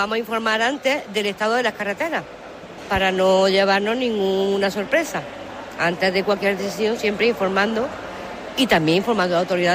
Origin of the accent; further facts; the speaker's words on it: Córdoba, Andalusia, Spain; Entonces, pues simplemente somos de Córdoba, estábamos pasando aquí unas vacaciones en el balneario